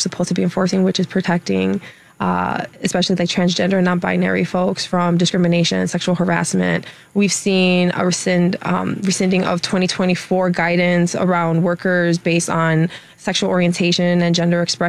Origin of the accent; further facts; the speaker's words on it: New York City, New York, United States; also born or lived in Chicago; I was born in New York, Washington Heights. Shout out to them. Go Knicks. Knicks and Five. Yeah. So I'm originally from New York. My dad is a musician. So we moved back and forth from Chicago and New York.